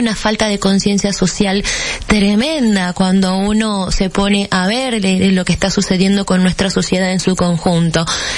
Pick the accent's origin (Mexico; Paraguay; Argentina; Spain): Argentina; esta problemática que estamos transitando como argentinos